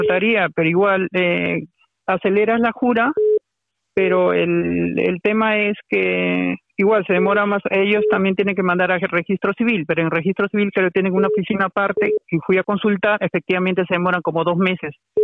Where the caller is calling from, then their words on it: Madrid, Community of Madrid, Spain; Me comunico de Madrid.